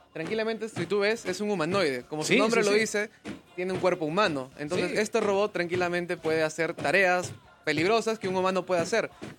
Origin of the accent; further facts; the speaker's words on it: Peru; en Perú tenemos el talento